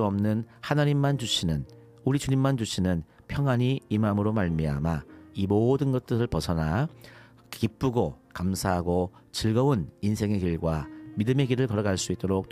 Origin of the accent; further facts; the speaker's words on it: Jeju, South Korea; moved away; 제 고향이 제주도입니다.